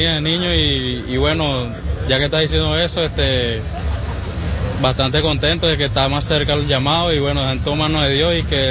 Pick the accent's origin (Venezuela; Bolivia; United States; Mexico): Venezuela; pero también sabemos que somos venezolanos, somos fuertes y sabemos que unidos podemos salir de ese momento.